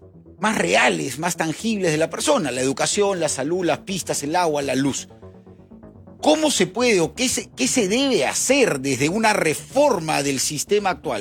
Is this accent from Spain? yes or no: no; Peru; La ilegalidad, porque la informalidad somos muchísimos peruanos, ¿sabes?